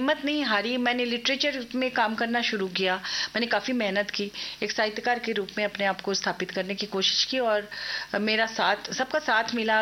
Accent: Ranchi, Jharkhand, India; चूंकि मेरा जन्म रांची में ही हुआ है, यहीं पढ़ी लिखी हूँ, यहीं स्कूलिंग हुई है, तो हिंदी यहाँ पर चूंकि हिंदी मेन लैंग्वेज है, तो घर में तो बांग्ला में बोलते रहे या बंगाली ही लोगों से तो बांग्ला में ही बात करते

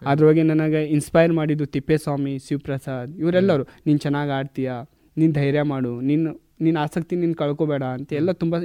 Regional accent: Karnataka, India; now in Vijayapura, India

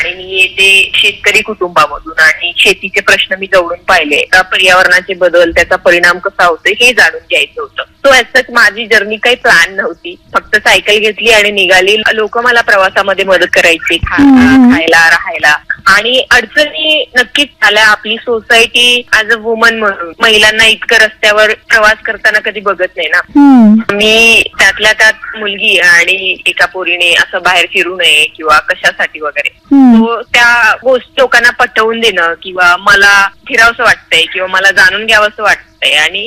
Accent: Yavatmal, Maharashtra, India; also born or lived in Chandrapur; पण मी माझं पुढचं 10वी नंतरचं शिक्षण घेण्यासाठी मी शहरात गेले चंद्रपूरथे। माझा जिल्हा यवतमाळ येतो पण मी चंद्रपूरला तिकडे शिकायला गेले

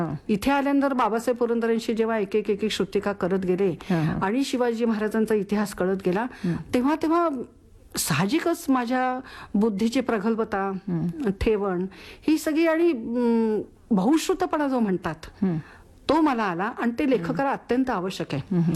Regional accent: Rajasthan, India; Marathi is a second language; now in Maharashtra, India; मी मारवाड्यातून आलेली, लग्न झालं तेव्हा मला मराठी शुद्ध बोलता येत नव्हतं.

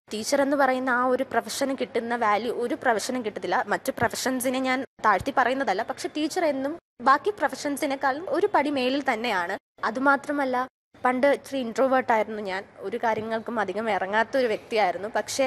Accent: Thiruvananthapuram, Kerala, India; ഞാൻ തിരുവനന്തപുരം സ്വദേശിനിയാണ്.

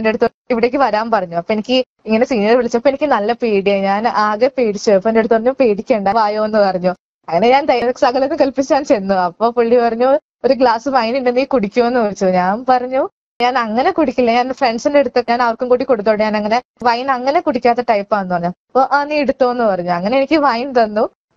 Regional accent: Ernakulam, Kerala, India; moved away as an adult; ഞാൻ ജനിച്ചത് വളർന്നല്ല എറണാകുളത്തായിരുന്നു.

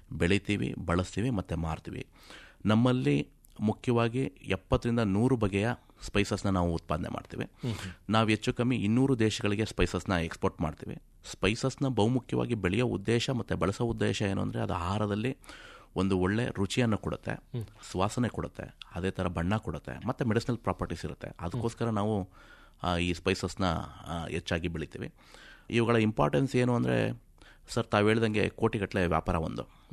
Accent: Karnataka, India

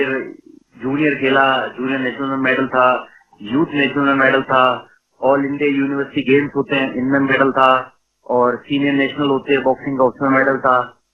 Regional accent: Agra, Uttar Pradesh, India; also born or lived in Etawah; Basically father police में थे, तो आगरा ऐसे यहाँ पर पापा की पोस्टिंग थी। हम बेसिकली इटावा के रहने वाले हैं, तो फिर यही हमारी सारी स्कूलिंग हुई है

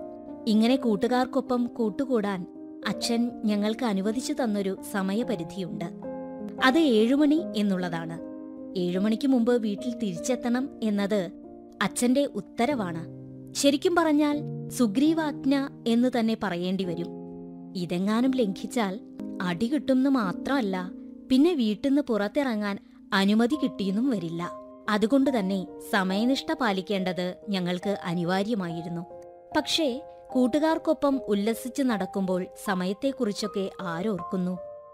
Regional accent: Peruvemba, Kerala, India; പാലക്കാട് ജില്ലയിൽ വാദ്യോപകരണ നിർമ്മാണത്തിന് പേരുകേട്ട പെരുവെമ്പ് എന്ന ഗ്രാമത്തിലെ സമ്പന്നമായ എന്റെ കുട്ടിക്കാലം

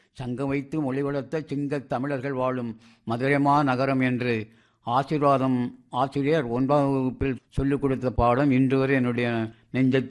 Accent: Madhusudhanapuram, Tamil Nadu, India; முதலில் நான் குளத்துளை ஊரில் 1வது வகுப்பு முதல் 5வது வகுப்பு வரை பயின்றேன். என்னுடைய சொந்த ஊர் பறக்கைக்கு அருகில் உள்ள மதுசூதனபுரம்.

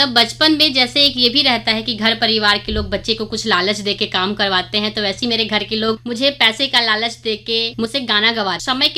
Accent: Sitapur, Chhattisgarh, India; और मैं सीतापुर सरगुजा छत्तीसगढ़ की रहने वाली हूँ।

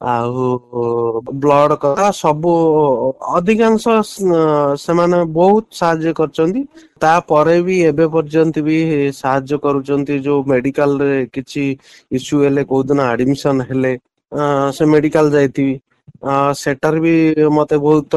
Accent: Jalasarpur, Odisha, India; ମୋର ବୟସ ହେଲା 35 ବର୍ଷ, ମୋ ଗାଁ ନାଁ ହେଲା ଜଳସରପୁର ସୁଲଣ ପୋଷ୍ଟ ନନ୍ଦିପଦା ଥାନା ଡିଷ୍ଟ୍ରିକ୍ଟ କେଉଁଝର।

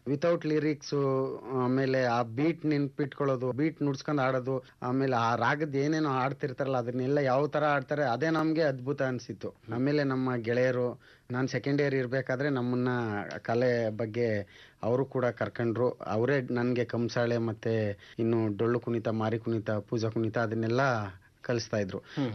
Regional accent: Chamarajanagar, Karnataka, India; moved away as an adult; ನಾವು ಚಾಮರಾಜನಗರ ತಮಿಳಿಯನ್ಸ್ ಆ ಕಡೆ ಭಾಗದಿಂದ ಬಂದಿರೋದ್ರಿಂದ ನಮ್ಗೆ ಲಾ ಮತ್ತೆ ನಾ ಅದು ಒಂದ್ ಸ್ವಲ್ಪ ಕನ್ಫ್ಯೂಸ್ ಆಗಿತ್ತು

